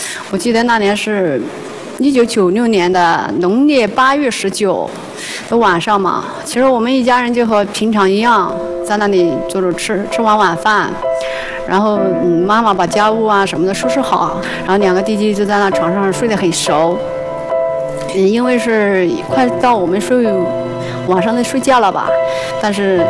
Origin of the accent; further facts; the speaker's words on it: Chuxiong, Yunnan, China; 我来自云南郡雄。